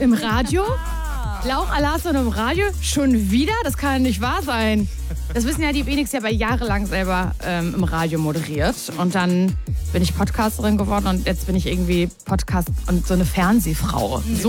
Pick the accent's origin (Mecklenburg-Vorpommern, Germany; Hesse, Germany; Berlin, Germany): Mecklenburg-Vorpommern, Germany; moved away; Ich bin von ganz weit weg. Ich komme eigentlich aus Mecklenburg-Vorpommern. Das ist ein Bundesland, mit dem habt ihr wahrscheinlich wirklich überhaupt nichts am Hut.